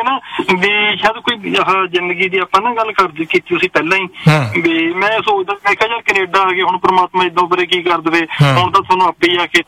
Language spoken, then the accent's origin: Punjabi; Faridkot, Punjab, India; moved away; ਪਰ ਜਿੱਦਾਂ ਹੁਣ ਮੈਂ ਫਰੀਦਕੋਟ ਤੋਂ ਹਾਂ, ਸਾਡੇ ਹੁਣ ਮੇਲਾ ਚੱਲ ਰਿਹਾ ਤਿੰਨ ਦਿਨ